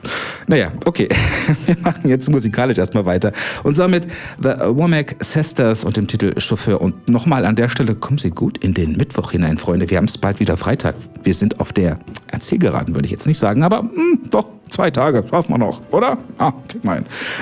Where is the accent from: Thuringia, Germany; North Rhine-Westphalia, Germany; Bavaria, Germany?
Thuringia, Germany; moved away; ich bin ja gebürtiger Thüringer